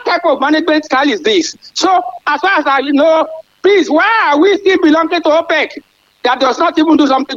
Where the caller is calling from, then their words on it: Akpata, Nigeria; I'm from Akpata.